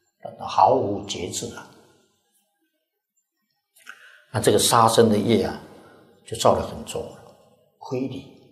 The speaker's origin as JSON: {"language": "Chinese", "country": "Taiwan", "said": "所以我还是很怀念那个时候啊，来一些钱哇，我们是台湾来的啊，带一些钱呐"}